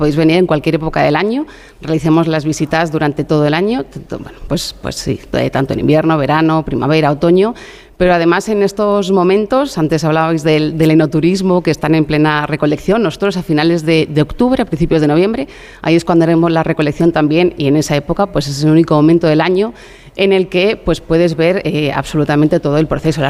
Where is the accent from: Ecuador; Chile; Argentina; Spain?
Spain; pues como buenos españoles, lo consumimos todos los días